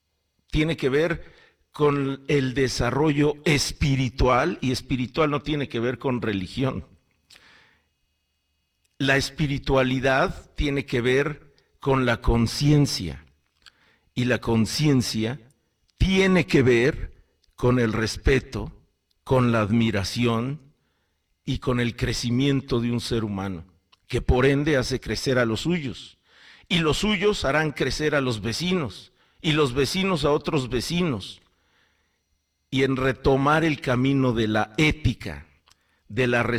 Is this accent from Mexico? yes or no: yes; Mexico; born there; soy mexicano y me encanta más mi país. Es el en el que nací, es en el que nacieron mis ancestros